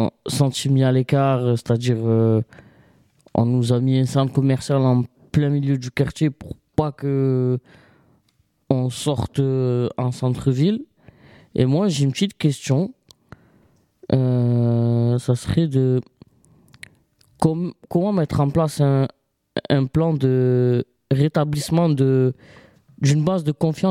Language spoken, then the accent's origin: French; Provence-Alpes-Côte d'Azur, France; Alors, je suis issu des quartiers des Bouches-du-Rhône, de la cité Bariol.